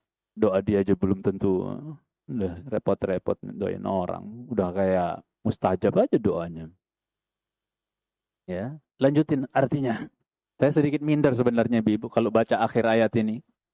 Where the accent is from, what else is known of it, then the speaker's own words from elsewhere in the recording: Lombok, West Nusa Tenggara, Indonesia; born there; now in Cilangkap, Jakarta, Indonesia; guru-guru saya, ustaz-ustaz saya di Lombok itu.